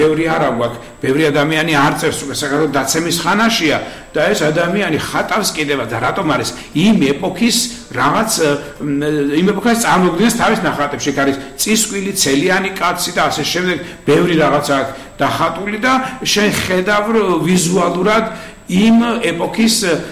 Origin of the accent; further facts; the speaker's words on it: Samegrelo-Zemo Svaneti, Georgia; მე სამეგრელოში ვიზრდებოდი, სკოლაში ვისწავლე ქართული და ძალიან უყურე სკოლას, როგორი სწავლე სკოლაში ქართულიოს, მე ორი მშობლიური ენა მაქვს ასე ვთქვათ არა.